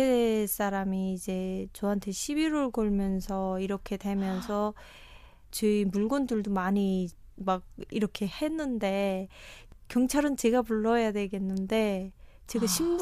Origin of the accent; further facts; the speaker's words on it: North Korea; moved away as an adult; also born or lived in China; now in South Korea; 저희 탈북민들